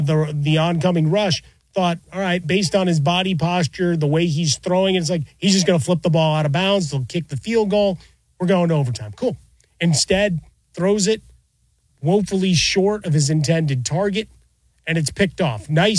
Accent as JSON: {"language": "English", "town": "Chicago", "region": "Illinois", "country": "United States", "tie": "born or raised there", "said": "this goes back to my hometown of Chicago"}